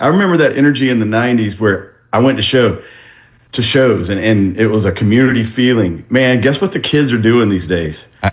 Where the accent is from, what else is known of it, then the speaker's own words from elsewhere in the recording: Atlanta, Georgia, United States; They were probably 2 years in front of us growing up in Atlanta